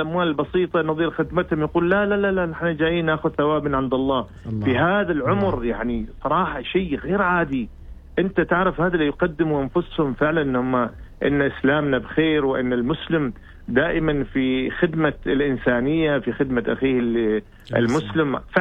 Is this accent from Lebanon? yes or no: no; Oman